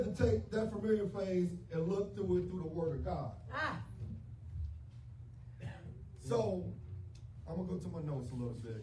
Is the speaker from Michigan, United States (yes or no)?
yes; Detroit, Michigan, United States; I'm from the Don River area. Ecorse River in South Detroit.